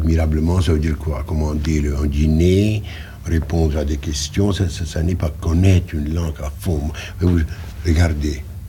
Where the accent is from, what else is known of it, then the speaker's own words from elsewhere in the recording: Poland; French is a second language; J'étais alors sujet russe. Oui. Je suis polonais.